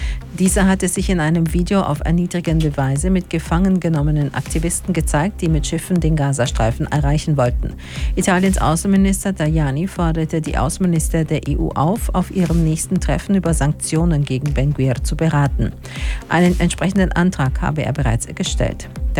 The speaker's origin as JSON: {"language": "German", "region": "Styria", "country": "Austria", "said": "Ja, ich war aus Österreich und ich glaube aus der Nähe aus Graz"}